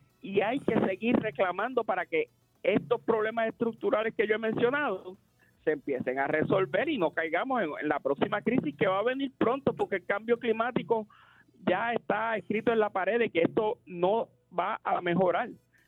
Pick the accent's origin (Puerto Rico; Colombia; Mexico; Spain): Puerto Rico; Bayamón; allí en Redville, en Bayamón, que yo soy de acá de Bayamón